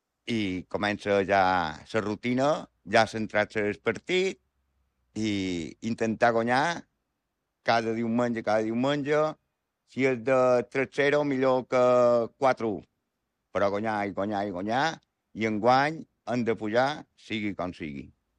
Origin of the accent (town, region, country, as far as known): Petra, Balearic Islands, Spain; born there